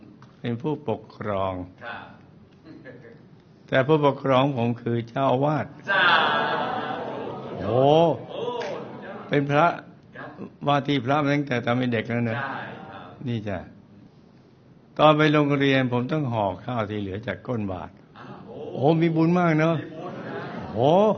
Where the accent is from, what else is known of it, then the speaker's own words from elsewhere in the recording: Ubon Ratchathani, Thailand; ะแล้วพ่อครับผมจะเป็นคนอุบลราชธานีชีวิตในวัยเด็กของผมเรียกว่าลำบากแสนเข็ญจนพ่อจนแม่ผมมีอาชีพทำนาท่านได้ส่งผมเรียนจนจบชั้นม.3ครับ